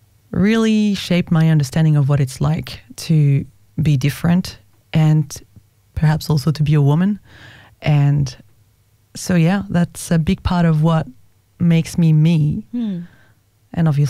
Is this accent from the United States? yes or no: no; France; also born or lived in Tunisia / Algeria; Well, I was born in France and raised in France, Tunisia, and Algeria. Algeria was the Sahara, so that was already quite different.